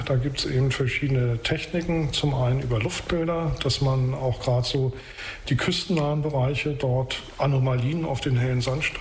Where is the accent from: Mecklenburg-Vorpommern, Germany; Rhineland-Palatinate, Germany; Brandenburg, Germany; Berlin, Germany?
Mecklenburg-Vorpommern, Germany; born there; ich bin auf der Insel Rügen geboren